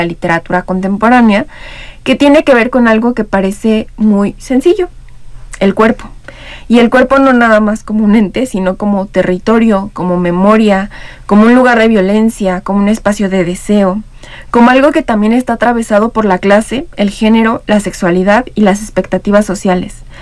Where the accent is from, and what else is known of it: Mexico